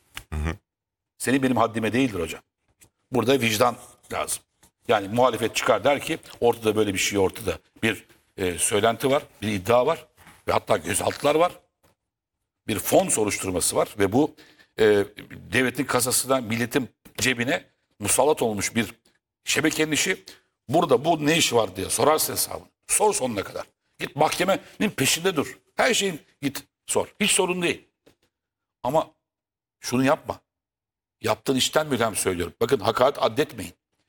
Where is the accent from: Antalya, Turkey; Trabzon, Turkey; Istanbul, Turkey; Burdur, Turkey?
Istanbul, Turkey; Kadıköy; Ben Kadıköylüyüm.